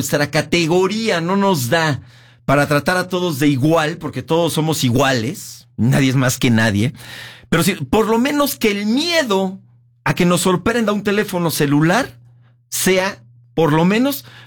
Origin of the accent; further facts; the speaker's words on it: Mexico; Nos ejemplifica mucho como mexicanos.